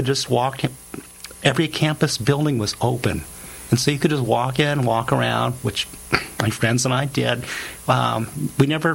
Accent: Las Cruces, New Mexico, United States; Growing up in Las Cruces, I realize now that I had a different childhood. So I grew up around the university.

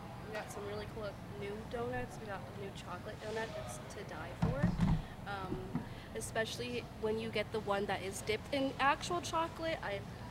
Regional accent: Deming, New Mexico, United States; But I really appreciated growing up in Deming because I grew up, like, riding bikes.

